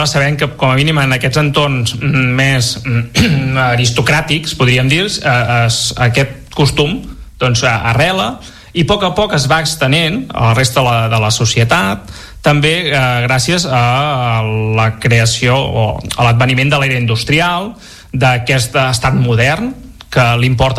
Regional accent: Munich, Bavaria, Germany; Jo sóc aquí de Múnich de tota la vida.

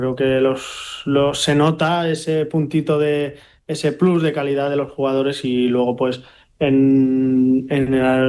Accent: Barcelona, Catalonia, Spain; Sí, yo soy más de Barcelona.

